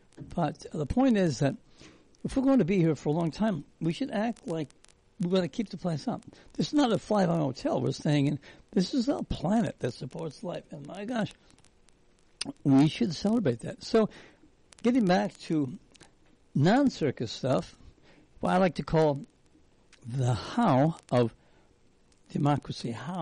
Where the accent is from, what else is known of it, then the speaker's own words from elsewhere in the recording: Michigan, United States; Michigan, which is my home state.